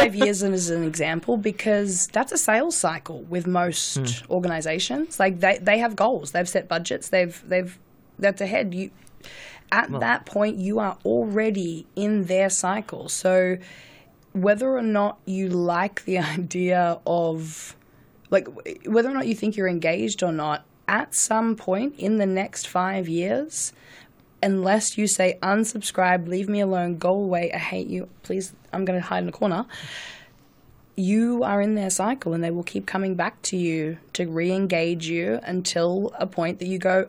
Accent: Australia; now in United States; Where are you from? Originally. Australia.

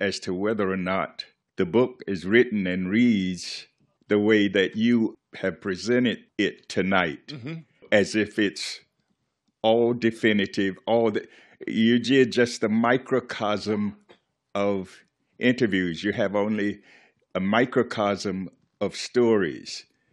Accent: the South, United States; So, and I'm from deep from the South, segregated South. So I have those experiences as well.

